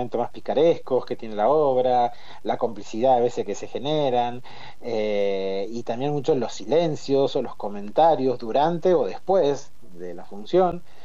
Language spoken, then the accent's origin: Spanish; Trenque Lauquen, Buenos Aires Province, Argentina; now in La Plata, Argentina; yo soy oriundo de Trenquelauquen y cuando me vine a vivir a La Plata